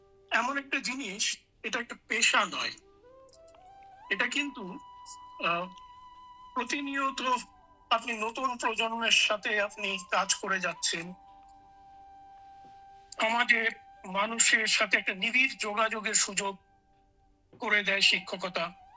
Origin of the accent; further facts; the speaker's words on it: Jorhat, Assam, India; born there; আমি আমার জন্ম হয় জোরহাটে। জোরহাট হলো আসামের একটা খুবই গুরুত্বপূর্ণ শহর।